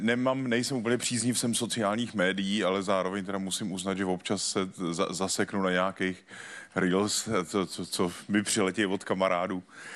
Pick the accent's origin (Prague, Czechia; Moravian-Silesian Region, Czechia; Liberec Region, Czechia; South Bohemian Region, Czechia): Prague, Czechia; Na Vinohradech, tady kousíček vlastně.